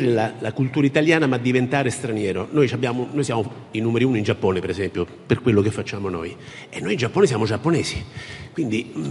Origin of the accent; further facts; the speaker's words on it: Fabriano, Marche, Italy; io vengo da Fabriano, la provincia